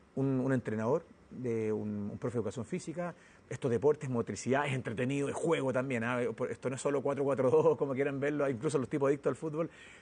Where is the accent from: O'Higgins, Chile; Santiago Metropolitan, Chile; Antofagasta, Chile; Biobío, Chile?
O'Higgins, Chile; Rancagua; yo soy de Rancagua, estaba trabajando en la India hace 20 años.